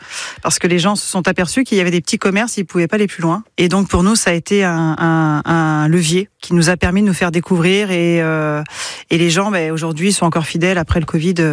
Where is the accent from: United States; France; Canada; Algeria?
France; Vernoux-sur-Boutonne, Nouvelle-Aquitaine; now in Périgné, France; Juste à côté, à Vernoux, sur Boutonne